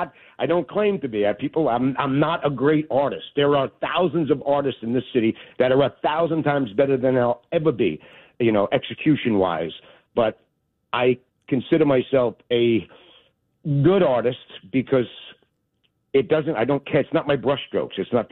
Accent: Staten Island, New York, United States; Dude, I'm from Staten Island.

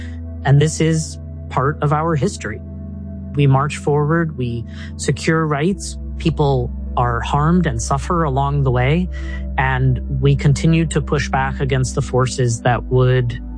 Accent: Colorado Springs, Colorado, United States; born or raised there

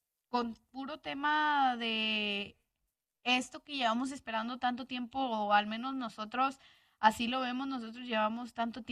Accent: Monterrey, Nuevo León, Mexico; creo que así estamos los regios.

